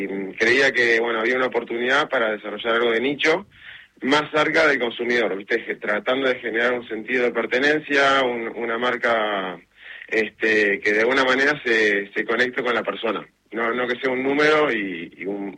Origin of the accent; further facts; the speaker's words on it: Buenos Aires, Argentina; Soy una persona de Capital Federal